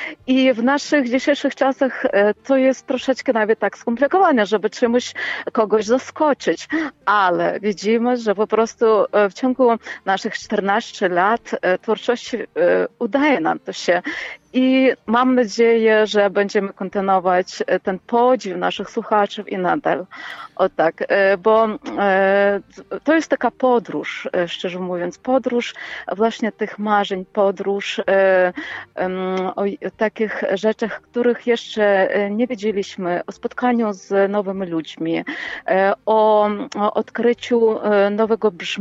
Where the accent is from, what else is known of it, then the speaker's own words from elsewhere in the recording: Lviv, Lviv Oblast, Ukraine; Polish is a second language; moved away as an adult; now in Poland; we Lwowie, w którym się, jak pan powiedział, urodziliśmy, wychowaliśmy się